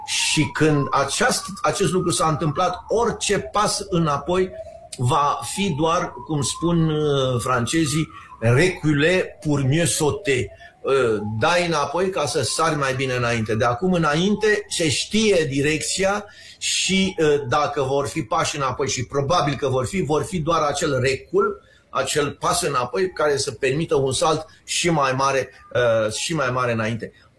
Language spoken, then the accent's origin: Romanian; Romania; și noi ca români